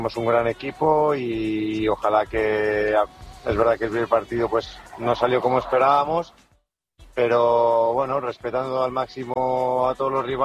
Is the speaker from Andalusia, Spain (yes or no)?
no; La Rioja, Spain; Somos los dos riojanos